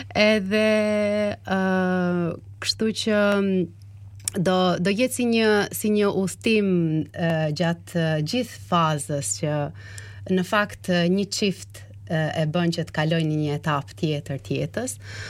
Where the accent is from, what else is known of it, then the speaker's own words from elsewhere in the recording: Has, Kukës County, Albania; Unë jam nga Veriu i Shqipëris, nga Hasi